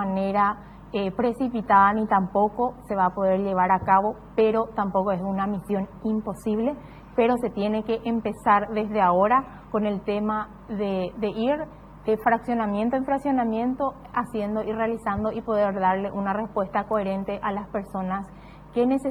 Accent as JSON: {"language": "Spanish", "country": "Paraguay", "said": "nos encontramos en una República del Paraguay y somos todos paraguayos"}